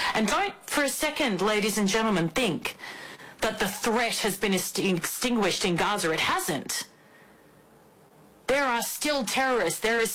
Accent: Australia; I'm an Australian journalist, a host of the … Show.

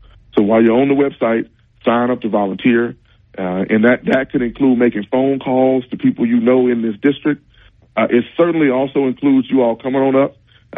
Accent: Pine Bluff, Arkansas, United States; Could you imagine when we were growing up in Pine Bluff that if a second, a first, second, or third grader couldn't read, what would happen?

